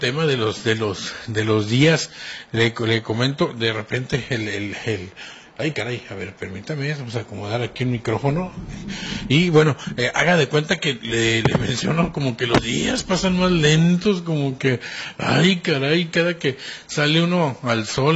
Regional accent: Mexicali, Baja California, Mexico; Yo sé que somos de Mexicali, que resistimos, que somos la raza de bronce

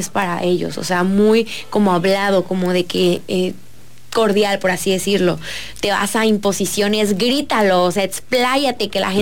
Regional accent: Huimanguillo, Tabasco, Mexico; latina, mexicana y tabasqueña, porque cada una de esas palabras, o sea, latina, mexicana y tabasqueña, son quien soy

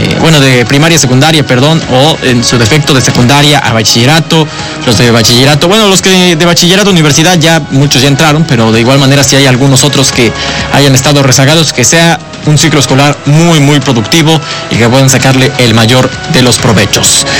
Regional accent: Mexico; como buenos o malos mexicanos, diría yo, hacemos todo a las últimas

